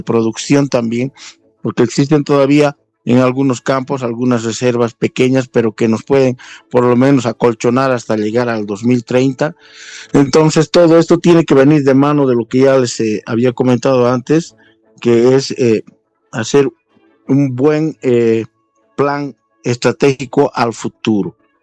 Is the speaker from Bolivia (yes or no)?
yes; Bolivia